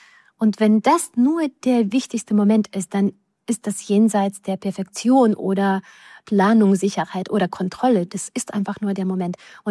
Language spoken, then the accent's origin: German; Ukraine; German is a second language; moved away as an adult; now in Hanover, Germany; Durch Sowjeterziehung, dadurch, dass man Jüdin in der Ukraine und dann später eine Ukrainerin in Deutschland mit zwei Kindern, die sich als Deutsche betrachten.